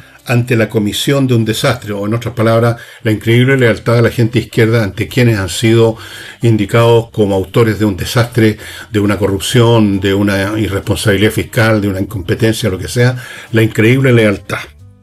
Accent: Chile

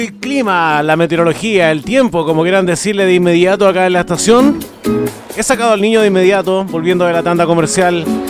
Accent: Chile; Somos los chilenos.

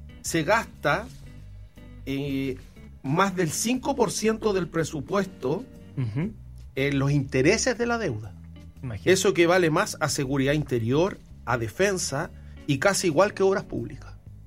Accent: Chile; una serie de iniciativas públicas que todos nosotros como chilenos teníamos que financiar

